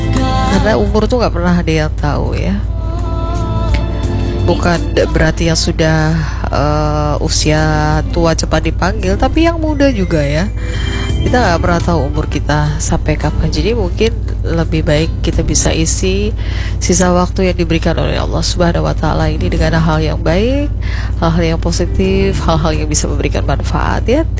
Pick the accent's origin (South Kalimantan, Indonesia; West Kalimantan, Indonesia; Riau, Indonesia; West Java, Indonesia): South Kalimantan, Indonesia; Banjar